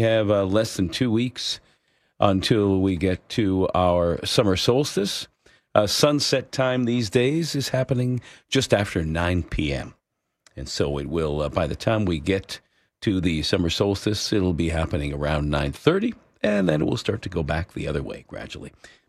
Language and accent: English; Hamilton, Ontario, Canada; moved away as an adult; now in Collingwood, Canada; And of course, I am from Hamilton. So right there, I said, "Hey, I'm a Hamiltonian originally. You know, I haven't lived there for over 20 years, but it's my hometown. Born and raised in that area."